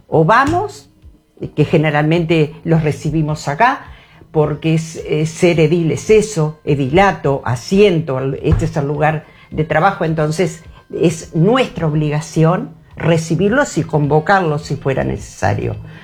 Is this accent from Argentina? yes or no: no; Aiguá, Maldonado, Uruguay; now in Punta del Este, Uruguay; Yo no soy nacida en Punta del Este, vivo hace casi 40 años en Punta del Este, soy de Aiguá, es mi ciudad natal.